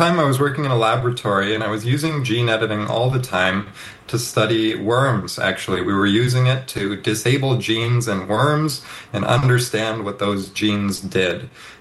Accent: Toronto, Ontario, Canada; So I've been allergic to dogs my entire life. I grew up in Toronto, actually, and in Canada, and my family could never have a dog because of my allergies.

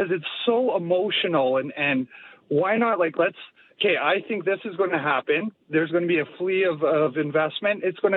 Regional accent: Quebec, Canada; born there; I was born in Quebec. I lived through the 95 referendum.

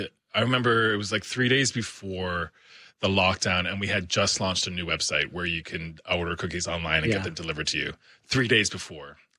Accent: Newfoundland and Labrador, Canada; You know, I don't know if it's because I'm from Newfoundland, and I'm not sure what I mean by this

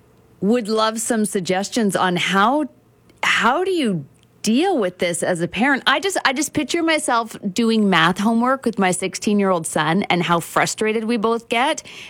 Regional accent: Prince George, British Columbia, Canada; I grew up in Prince George a few years ago

